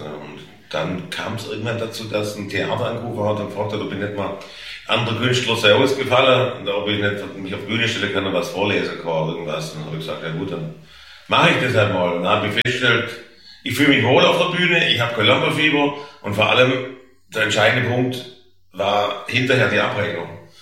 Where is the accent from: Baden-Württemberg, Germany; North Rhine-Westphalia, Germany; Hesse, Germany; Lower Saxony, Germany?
Baden-Württemberg, Germany; Stuttgart; accent: Swabian